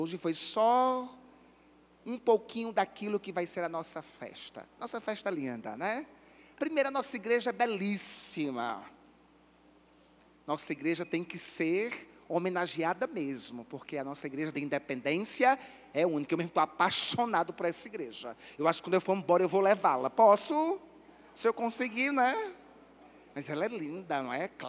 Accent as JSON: {"language": "Portuguese", "region": "Northeast Region", "country": "Brazil", "said": "Eu e o padre Marcelo somos daqui mesmo, né? Somos nordestinos."}